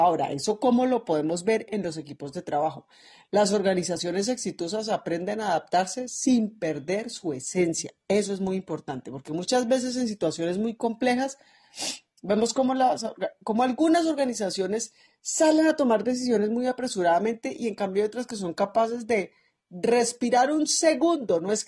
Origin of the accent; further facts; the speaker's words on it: Colombia; como buena colombiana y futbolera.